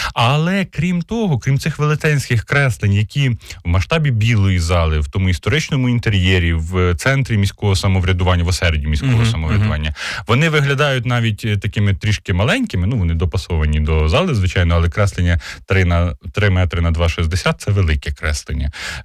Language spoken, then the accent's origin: Ukrainian; Vinnytsia, Vinnytsia Oblast, Ukraine; Ми, вінничани